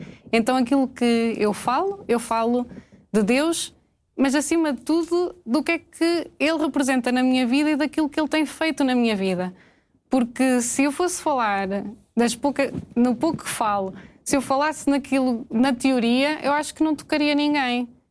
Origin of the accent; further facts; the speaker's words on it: Serpins, Coimbra, Portugal; Pertenço ao distrito de Coimbra, é Serpins, no concelho da Lousã. É uma freguesia.